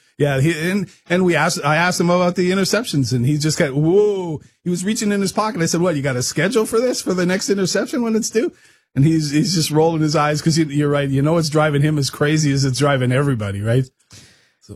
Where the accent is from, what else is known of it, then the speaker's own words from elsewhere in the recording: Saskatchewan, Canada; I can two-step, man. I grew up in Saskatchewan.